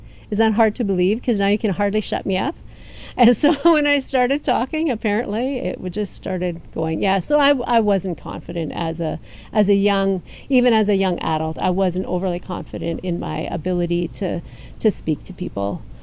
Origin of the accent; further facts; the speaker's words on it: Schwarzenfeld, Manitoba, Canada; I grew up in Schwarzenfeld, actually.